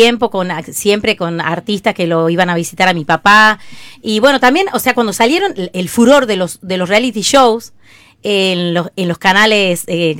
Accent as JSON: {"language": "Spanish", "region": "Tucumán", "country": "Argentina", "tie": "born or raised there", "said": "porque yo nunca me fui de Tucumán, y así hice mis estudios, y bueno, y sigo adelante"}